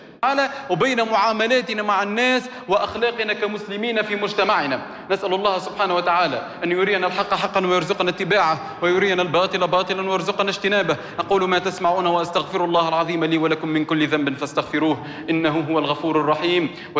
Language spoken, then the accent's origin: Arabic; Tunisia; في بلادنا تونس